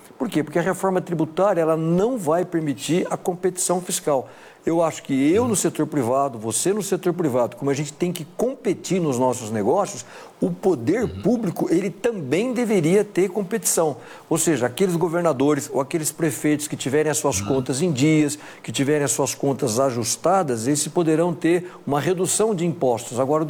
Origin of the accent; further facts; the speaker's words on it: Spain; Portuguese is a second language; Como bom espanhol, vou falar algo aqui que vai ser uma heresia